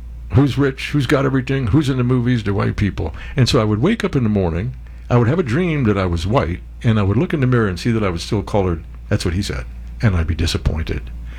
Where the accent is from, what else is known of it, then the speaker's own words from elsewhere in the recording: New York, United States; also born or lived in New Jersey; Where I grew up in New Jersey and New York, when I grew up in New York, then the school that I went to till I was 11 years old, there were two black kids.